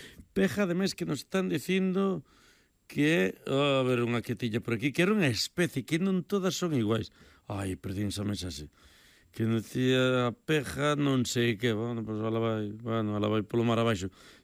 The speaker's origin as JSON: {"language": "Galician", "region": "Galicia", "country": "Spain", "said": "Non son da Mariña, son da Costa da Morte."}